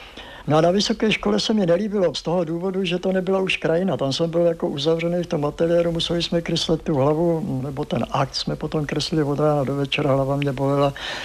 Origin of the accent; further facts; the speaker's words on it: South Bohemian Region, Czechia; no, dělal jsem tady zkoušky a teď vidím, že nejsem přijatým, jsem z Jižní Čech.